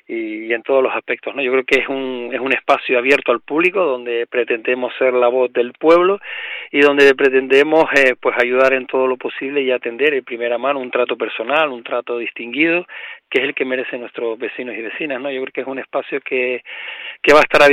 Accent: Vega de San Mateo, Canary Islands, Spain; todos los vecinos de San Mateo de la gestión de nuestro pueblo.

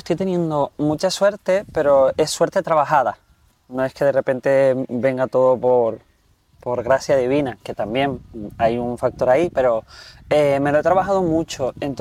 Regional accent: Firgas, Canary Islands, Spain; soy muy de pueblo, yo soy de Firca, el pueblo más pequeñito de Gran Canaria, que apenas tiene 7.500 habitantes

